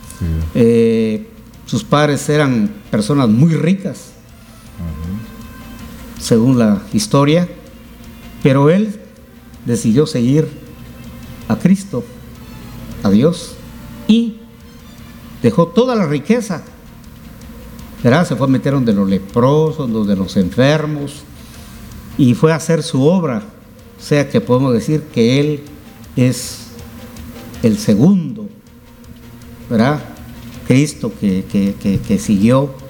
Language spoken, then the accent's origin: Spanish; San Francisco, Petén, Guatemala; now in Flores, Guatemala; Yo soy un San Franciscano ausente, ya tengo 40 años de vivir aquí en Flores. Pero no me olvido de mi pueblo.